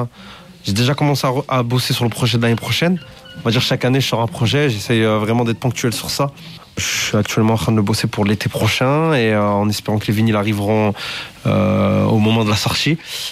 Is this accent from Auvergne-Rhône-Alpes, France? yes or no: yes; Aix-les-Bains, Auvergne-Rhône-Alpes, France; Moi, je suis d'Aix-les-Bains, en Savoie. Je suis d'Aix-les-Bains, en Savoie. La French Riviera des Alpes.